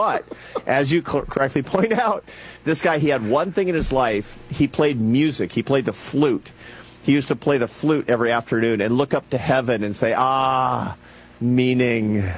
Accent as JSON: {"language": "English", "country": "United States", "said": "I'm an American"}